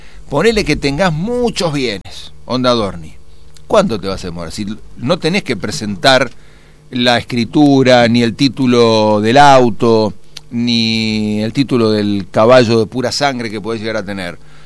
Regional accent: Mendoza, Argentina; Yo soy mendocino, che.

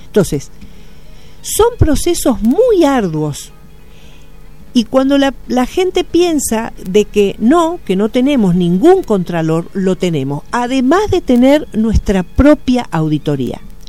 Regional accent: Argentina; es pensarnos como argentinos

